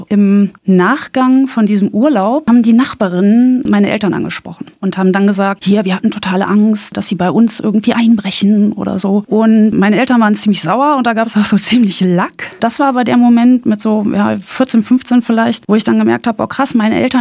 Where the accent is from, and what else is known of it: North Rhine-Westphalia, Germany; born there